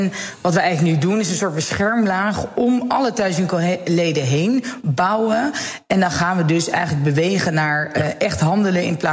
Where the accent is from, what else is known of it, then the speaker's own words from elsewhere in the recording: Netherlands; wij als Nederlanders